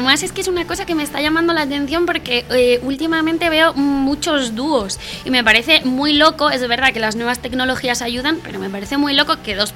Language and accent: Spanish; Region of Murcia, Spain